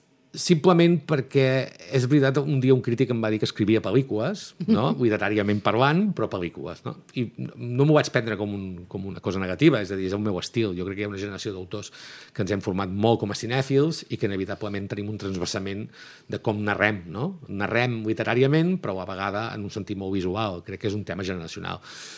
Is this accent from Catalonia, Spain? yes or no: yes; Girona, Catalonia, Spain; una època que vaig viure de petit, en la ciutat meva, jo soc de Girona